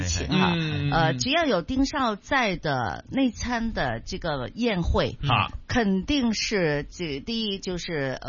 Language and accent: Cantonese; Chaozhou, Guangdong, China; 哎，我哋都系，